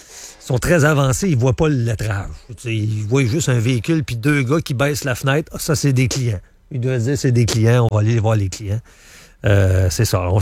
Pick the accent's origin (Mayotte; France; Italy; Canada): Canada; Black Lake, Quebec; Puis il est candidat dans ma ville natale, Black Lake, Thetford, puis tout ça.